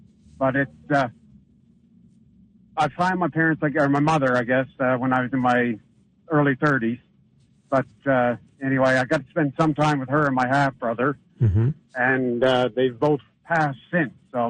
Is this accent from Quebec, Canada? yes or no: no; Nova Scotia, Canada; also born or lived in Ontario; Well, I was adopted from Ontario because we lived up there briefly, and then we moved back to Nova Scotia.